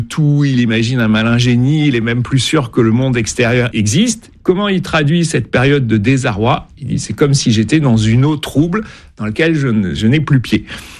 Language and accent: French; Nouvelle-Aquitaine, France; mais j'ai grandi dans les Landes, le littoral atlantique c'est une région que j'aime beaucoup